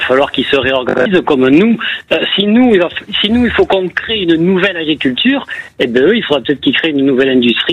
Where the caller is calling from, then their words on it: Assas, Occitanie, France; Assas, à côté de Montpellier.